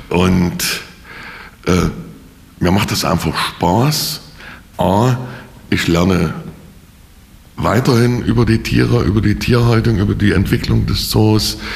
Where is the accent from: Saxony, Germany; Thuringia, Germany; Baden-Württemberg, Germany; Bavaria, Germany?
Saxony, Germany; Leipzig; ich bin geborener Leipziger, bin also seit meinem Windelleben schon Zoobesucher.